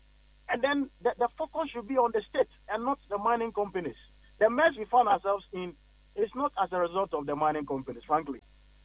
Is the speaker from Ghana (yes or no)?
yes; Ghana